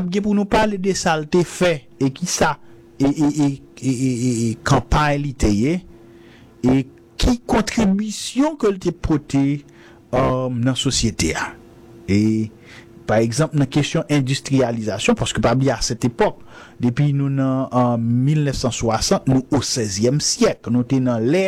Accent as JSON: {"language": "French", "country": "Haiti", "said": "Et par exemple, démocrate et pour haïtien, en tant qu'haïtien, y a un problème sous quoi valeur parti."}